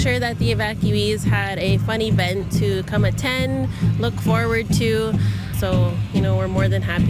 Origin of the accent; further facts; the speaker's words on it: Namaygoosisagagun, Ontario, Canada; I'm from Namega Susayagan, and I am the Cultural Services Manager here at Dilico.